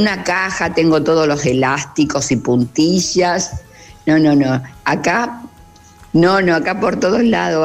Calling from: Granadero Baigorria, Santa Fe, Argentina; de Baigorria.

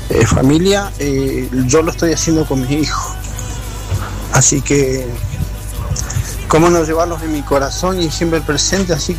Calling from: Rincón de los Sauces, Neuquén, Argentina; acá en Rincón de los Sauces está nublado y frío.

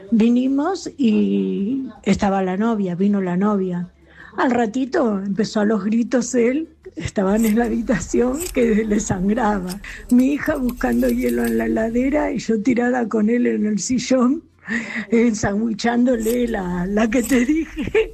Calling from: Florencio Varela, Buenos Aires Province, Argentina; de Florencio Varela.

